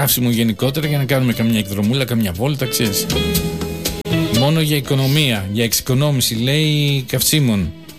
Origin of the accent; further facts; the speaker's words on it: Greece; εμείς σαν Έλληνες